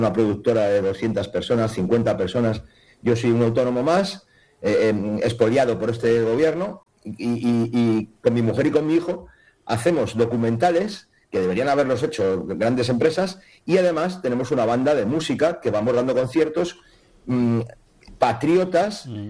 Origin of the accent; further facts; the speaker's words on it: Asturias, Spain; yo vengo de Asturias.